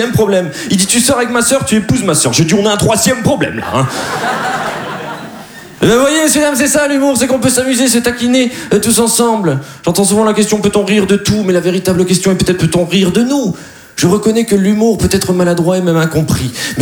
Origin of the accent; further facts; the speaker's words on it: Dunkirk, Hauts-de-France, France; Eh ben moi, je suis de Dunkerque et vous voyez bien, je parle bien. Je conjugue les verbes, vous me croyez quand même. Mais je suis très content d'être à Paris.